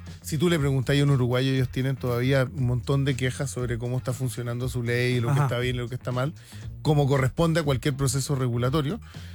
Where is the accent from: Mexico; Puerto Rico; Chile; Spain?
Chile; estamos tomando mucho como chilenos